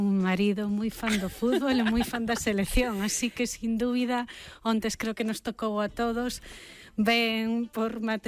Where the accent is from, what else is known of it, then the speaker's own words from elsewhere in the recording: Moeche, Galicia, Spain; Claro, sendo galegos, eu sendo de Moeche, quitar o pan máis as patacas, isto non